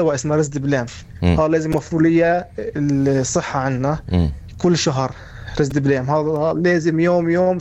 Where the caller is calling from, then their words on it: Ramallah, West Bank, Palestine; في مستشفى شو اسمه هان عندنا في رام الله